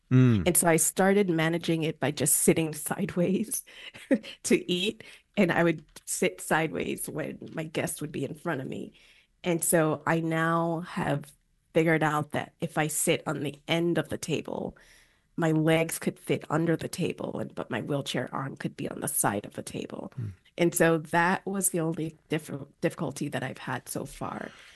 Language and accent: English; Lagos, Nigeria; now in New York, United States; I grew up in Lagos, Nigeria, so I feel like the hustle and bustle is intrinsically part of who I am.